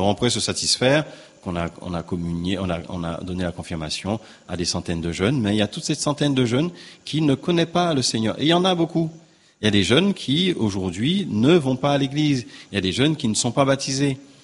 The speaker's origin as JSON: {"language": "French", "country": "Guadeloupe", "said": "certes, petit pays que nous sommes, petite île que nous sommes de la Guadeloupe"}